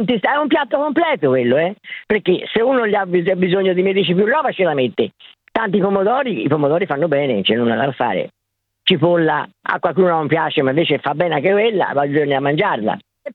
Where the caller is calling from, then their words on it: Tuscany, Italy; io sono toscana